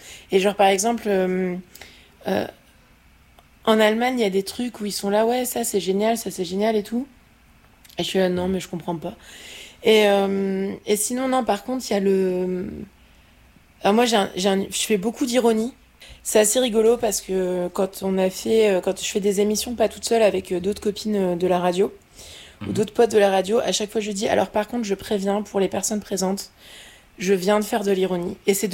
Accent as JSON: {"language": "French", "region": "Normandy", "country": "France", "tie": "born or raised there", "said": "j'ai grandi en France."}